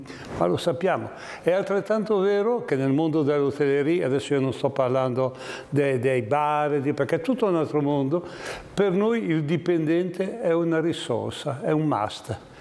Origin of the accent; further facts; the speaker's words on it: Arenzano, Liguria, Italy; io sono di Arenzano e noi abbiamo tanta gente che arriva da Genova